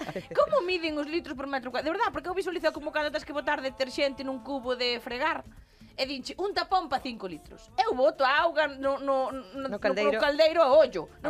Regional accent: Galicia, Spain; Somos galegos.

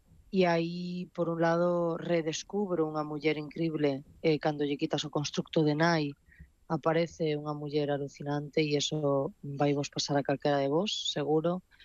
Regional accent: Ribeira, Galicia, Spain; coma nas aldeas ao redor de Santiago, que é donde eu me criei, crieime aquí en Ribeira.

